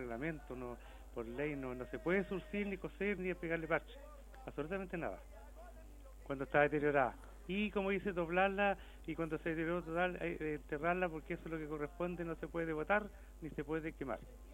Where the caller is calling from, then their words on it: San Carlos, Ñuble, Chile; De San Carlos